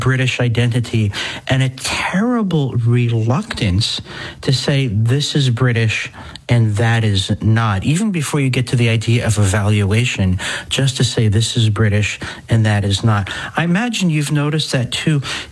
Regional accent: United States; also born or lived in London; I'm an American

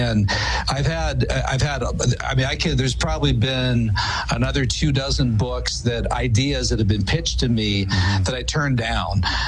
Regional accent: Butler, Pennsylvania, United States; I'm actually from Butler, Pennsylvania.

